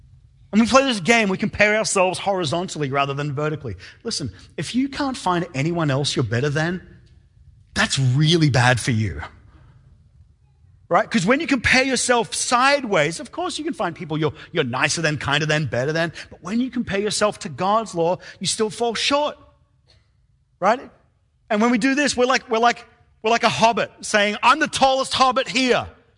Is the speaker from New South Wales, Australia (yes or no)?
no; Rockhampton, Queensland, Australia; born there; I was born in Rockhampton.